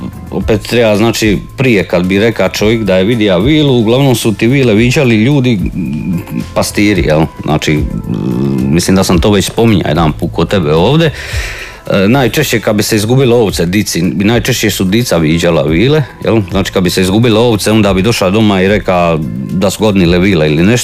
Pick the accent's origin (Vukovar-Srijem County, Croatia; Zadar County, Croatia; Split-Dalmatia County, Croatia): Split-Dalmatia County, Croatia; baš kod nas gore u Gornjim Poljicima jako je malo slučaja